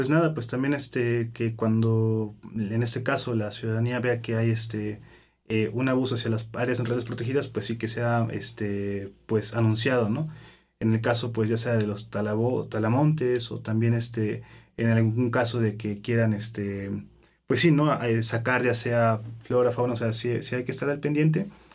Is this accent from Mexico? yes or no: yes; Orizaba, Veracruz, Mexico; yo soy originario de Orizaba, de Orizaba, Veracruz. Yo me encuentro en un valle, entonces me encuentro rodeado de montañas